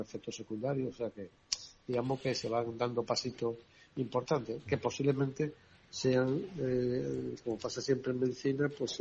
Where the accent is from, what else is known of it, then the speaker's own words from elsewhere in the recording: Spain; no somos los españoles más tontos que ellos